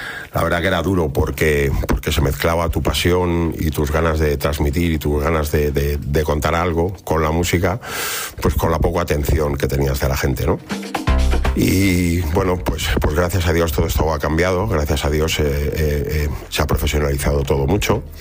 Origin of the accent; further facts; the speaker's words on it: Toledo, Castilla-La Mancha, Spain; yo soy de Toledo, amo mi ciudad por encima de todas las cosas